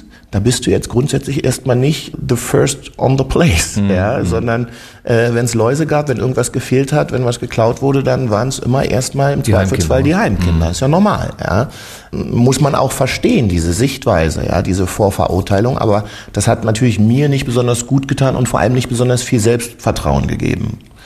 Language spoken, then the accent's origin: German; East Germany, Germany; Da gab es ja jetzt noch nicht so bei uns in der DDR Videos und so, aber um mal zu verraten, wir haben schon Möglichkeiten gehabt, wir ZDF und ARD zu gucken.